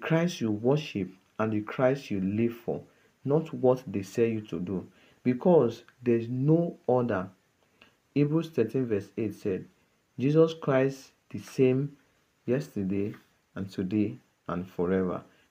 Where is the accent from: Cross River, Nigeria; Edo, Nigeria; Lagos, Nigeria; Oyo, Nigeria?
Edo, Nigeria; Okada; from Okada Town, Nigeria.